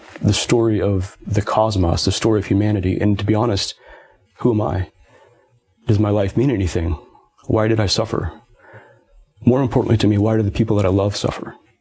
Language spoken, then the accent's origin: English; United States; But also I'm extremely American.